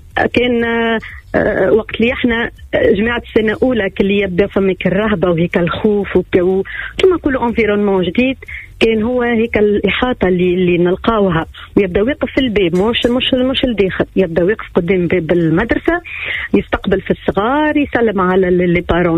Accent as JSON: {"language": "Arabic", "town": "Bizerte", "region": "Bizerte Governorate", "country": "Tunisia", "tie": "born or raised there", "moved": "as an adult", "lives_now": "Sfax, Tunisia", "said": "دونك قريت في بنزرت الباركور متاعي الكل تقريبا من الروضة حتى للفاكولتي، من بعد مشيت لصفاقس."}